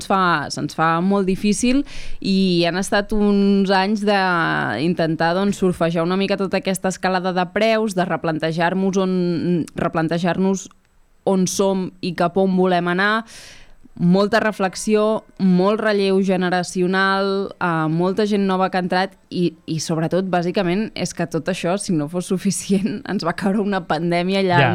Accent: Argentona, Catalonia, Spain; jo sóc molt d'Argentona i per mi era una manera d'involucrar-me en el meu poble

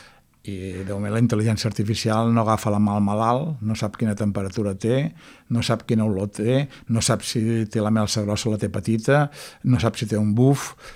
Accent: Barcelona, Catalonia, Spain; moved away as an adult; now in Argentona, Spain; Jo sóc de Barcelona, però com si fos d'Argentona. Ja ho he fet tot aquí a Argentona. Ja visc aquí des de l'any 83 i em sento argentoní de soc arrel.

